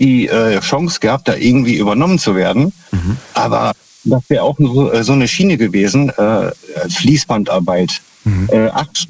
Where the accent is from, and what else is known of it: Minden, North Rhine-Westphalia, Germany